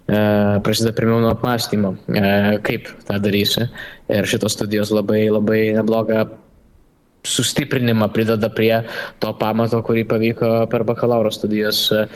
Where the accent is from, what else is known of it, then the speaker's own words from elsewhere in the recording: Vilnius, Vilnius County, Lithuania; Aš vilnietis esu